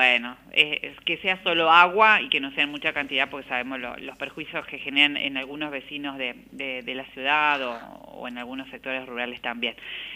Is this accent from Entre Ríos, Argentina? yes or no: yes; Federal, Entre Ríos, Argentina; Mi ciudad natal y tiene esa localidad su fiesta patronal justamente cada 30 de agosto